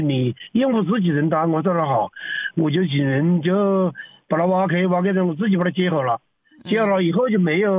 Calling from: Yueyang, Hunan, China; 我们是岳阳市岳楼区。

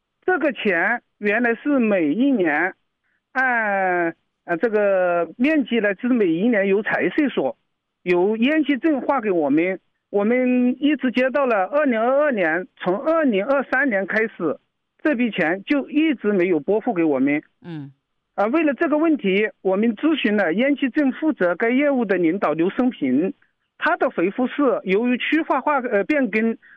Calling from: Yiyang, Hunan, China; 我是湖南益阳安化县古楼乡沈湾村青松组的

